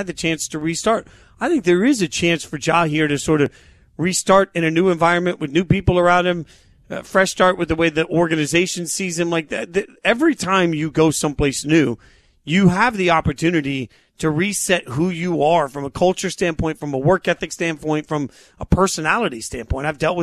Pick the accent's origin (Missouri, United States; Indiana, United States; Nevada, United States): Nevada, United States; Las Vegas; also born or lived in Maine / Maryland / Virginia / Washington, D.C.; now in Connecticut, United States; I grew up all over the country. I grew up in Vegas as a kid, then lived in Maine, Maryland, Virginia, D.C., New York, Chicago, Nashville. I now live in Connecticut.